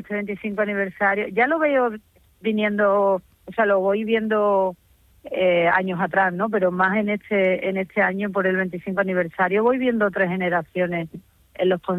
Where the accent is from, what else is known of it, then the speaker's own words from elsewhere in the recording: Andalusia, Spain; soy andaluza y me gusta mucho el flamenco y tengo pues el deje